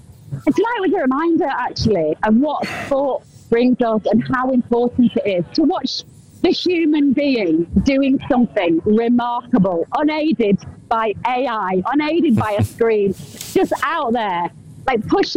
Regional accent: England, United Kingdom; We are English. We are England. And we've got to remember that.

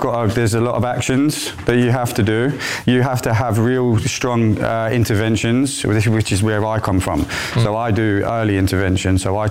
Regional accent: Nottingham, East Midlands, United Kingdom; moved away; So I'm from Nottingham originally

